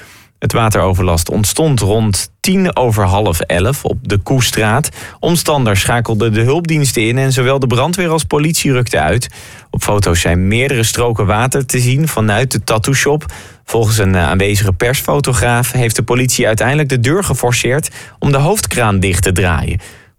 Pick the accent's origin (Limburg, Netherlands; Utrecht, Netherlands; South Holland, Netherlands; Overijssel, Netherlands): Utrecht, Netherlands; Werkhoven; Ik kom uit Werkhoven. Ach, ja. Zat toen ik jong was volgens mij een kaasmaker in de molen.